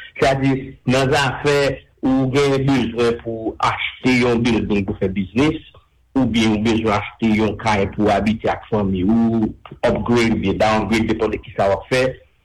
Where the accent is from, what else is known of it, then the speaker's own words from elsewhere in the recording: Haiti; on est haïtien